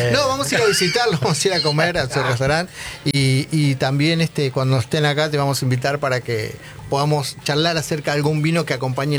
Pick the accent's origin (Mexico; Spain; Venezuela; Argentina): Argentina; San Juan; cuando éramos chicos íbamos, somos de San Juan